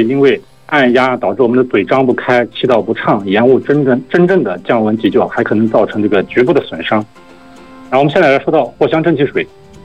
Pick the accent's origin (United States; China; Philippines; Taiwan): China; Xinjiang; 像新疆咱们新疆这段时间这个高温呢